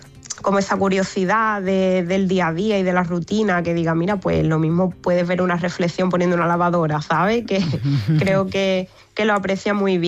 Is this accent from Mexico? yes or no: no; Barbate, Andalusia, Spain; now in Seville, Spain; ahora mismo vivo en Sevilla, pero soy de Barbate, entonces hay mucho mar, hay mucho atún, hay mucha gente de ahí